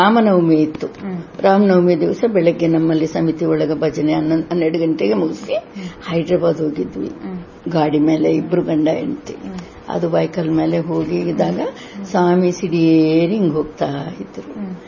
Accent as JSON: {"language": "Kannada", "region": "Andhra Pradesh", "country": "India", "tie": "born there", "second_language": "Kannada", "said": "ನಾನು ಆಂಧ್ರದಲ್ಲಿ ಹುಟ್ಟಿರಕ್ಕೆ ನನಗೆ ಕನ್ನಡ ಬರ್ತಿತ್ತಿಲ್ಲ, ನಮ್ಮ ಹಿರುಗಳೆಲ್ಲ ನನ್ನ ಕನ್ನಡ ಹಿಂದಿನೇ ಮಾತಾಡ್ತಿದ್ರು."}